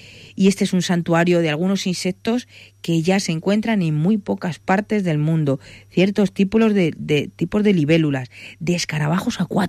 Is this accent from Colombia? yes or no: no; Anchuras, Castilla-La Mancha, Spain; Yo que soy de Anchuras he visto sapos enormes